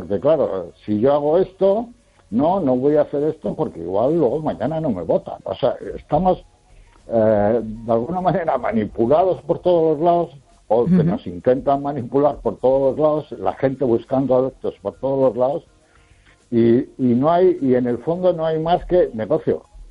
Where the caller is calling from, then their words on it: A Coruña, Galicia, Spain; De La Coruña.